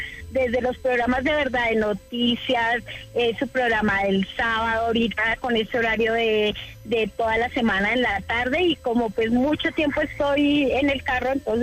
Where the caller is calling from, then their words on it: Tunja, Boyacá, Colombia; Aquí en Tunja, trabajando acá en Tunja